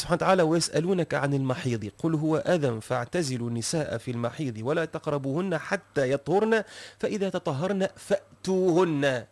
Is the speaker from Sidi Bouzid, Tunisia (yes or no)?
no; Tunis, Tunis Governorate, Tunisia; احنا عندنا في تونس مثلا في العاصمة عادية